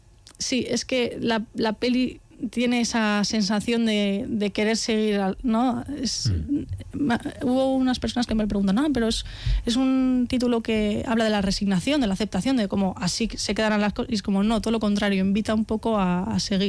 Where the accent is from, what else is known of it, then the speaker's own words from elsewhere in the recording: Spain; yo soy de Carrión también